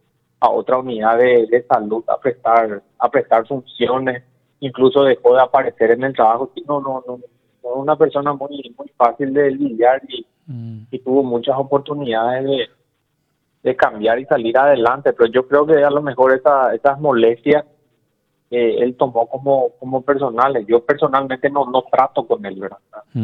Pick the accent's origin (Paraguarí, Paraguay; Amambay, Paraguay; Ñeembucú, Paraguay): Amambay, Paraguay; Pedro Juan Caballero; moved away